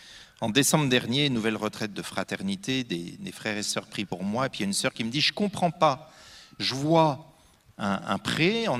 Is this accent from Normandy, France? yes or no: yes; Normandy, France; Je suis normand